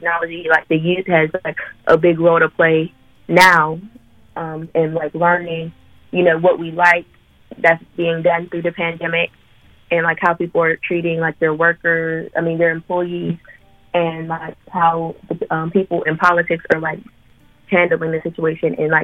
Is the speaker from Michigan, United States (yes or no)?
no; Rankin, Pennsylvania, United States; And I'm from Rankin. So he's like literally got, like, they're really literally down the street.